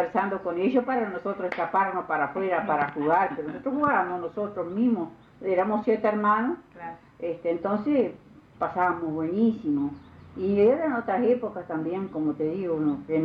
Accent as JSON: {"language": "Spanish", "town": "Vergara", "region": "Treinta y Tres", "country": "Uruguay", "tie": "born there", "said": "Nací acá en Vergara."}